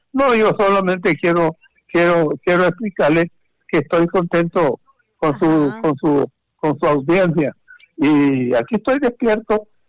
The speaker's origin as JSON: {"language": "Spanish", "town": "Villa de San Antonio", "region": "Comayagua", "country": "Honduras", "tie": "born or raised there", "moved": "yes", "lives_now": "San Pedro Sula, Honduras", "said": "mi pueblo, que es la Villa de San Antonio."}